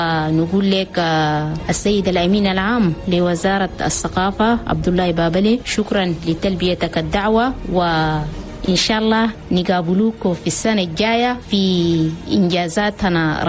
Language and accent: Arabic; Chad; عاداتنا وتقاليدنا وقيمنا التشاديه ودائما خليه يكون بيناتنا نشر هنا رساله ثقافه السلام والتعايش السلمي لان بلدنا تشاد كان زمان الناس يرفوها بالحروب وعدم الاستقرار